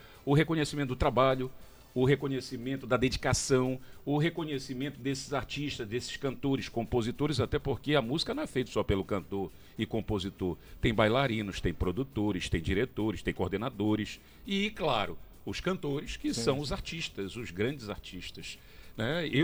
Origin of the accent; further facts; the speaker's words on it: Pará, Brazil; como bons paraenses que nós somos